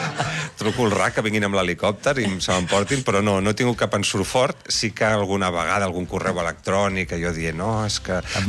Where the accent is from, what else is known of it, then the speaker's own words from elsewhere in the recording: Castellserà, Catalonia, Spain; Jo, per exemple, en el meu poble, que és Castellserà, doncs sempre hi ha la rivalitat amb Penelles, no?